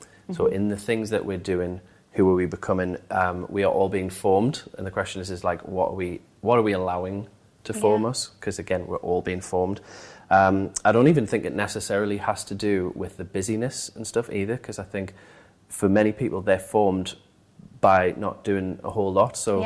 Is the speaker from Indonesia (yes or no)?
no; North East England, United Kingdom; Yeah, I mean, kind of born and bred in the Northeast.